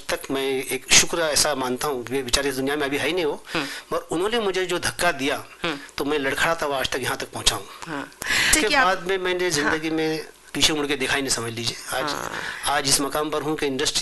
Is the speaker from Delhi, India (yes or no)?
no; Ratnagiri, Maharashtra, India; मैं हूँ रत्नागिरी से बिलोंग करता हूँ।